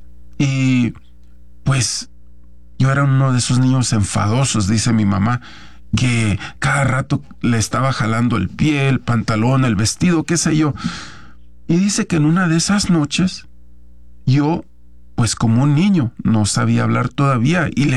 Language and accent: Spanish; San Francisco del Rincón, Guanajuato, Mexico; yo soy de Guanajuato, de un pueblo que se llama San Francisco del Rincón, Guanajuato, un ladito como a 20 minutos de León, Guanajuato.